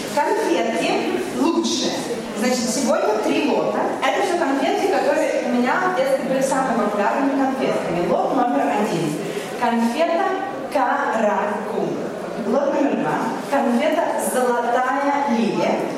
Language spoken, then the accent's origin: Russian; Minsk, Belarus; moved away; Меня зовут … я из Беларуси, и конкретно я из города Минска. В Европах я живу с очень разных лет, у меня было несколько миграций